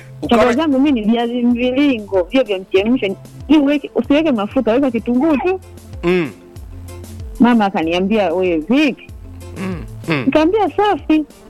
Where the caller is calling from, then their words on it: Dar es Salaam, Tanzania; niko Ilala.